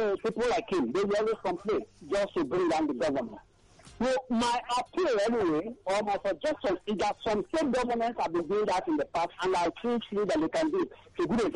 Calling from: Nigeria; I'm calling from Abaranja

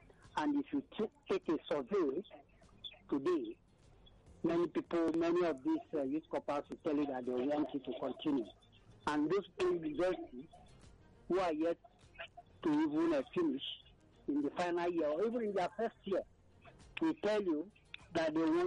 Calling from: Abuja, Federal Capital Territory, Nigeria; I'm calling from Abanja, Kaki.

